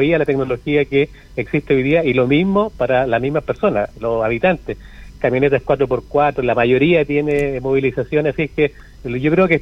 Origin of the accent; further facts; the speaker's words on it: Chile; somos chilenos